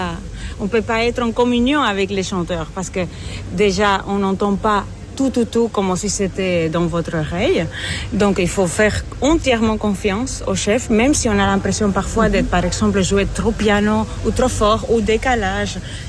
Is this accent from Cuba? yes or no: yes; Cuba; now in Namur, Belgium; je suis cubaine et ça fait 23 ans que j'habite à Namur.